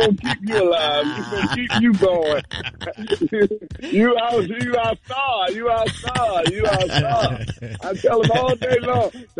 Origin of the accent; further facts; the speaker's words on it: Washington, District of Columbia, United States; moved away; I'm in Washington, D.C., my hometown.